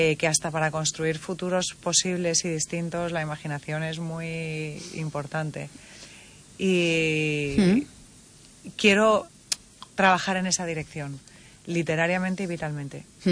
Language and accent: Spanish; Cádiz, Andalusia, Spain; Que yo soy de Cádiz y Cádiz y Vigo tienen muchas cosas en común